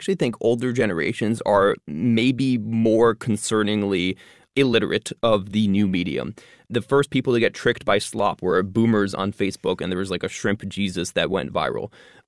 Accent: Albany, New York, United States; born or raised there

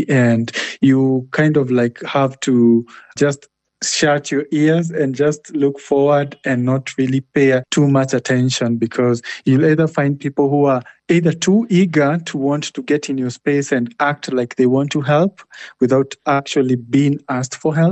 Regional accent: Nakuru, Nakuru County, Kenya; different here in Kenya, especially in my hometown of Nakuru.

